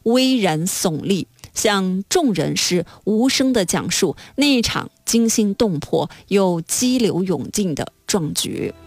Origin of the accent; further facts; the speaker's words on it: China